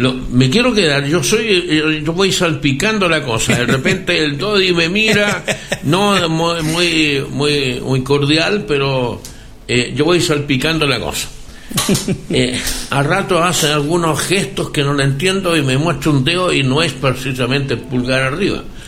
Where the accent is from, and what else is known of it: Cauquenes, Maule, Chile